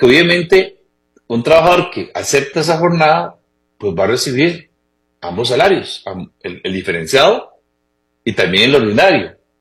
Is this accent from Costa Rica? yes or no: yes; Costa Rica; como costarricenses que somos